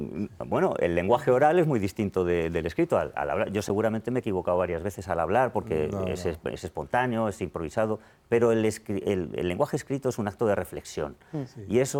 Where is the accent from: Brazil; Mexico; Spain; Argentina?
Spain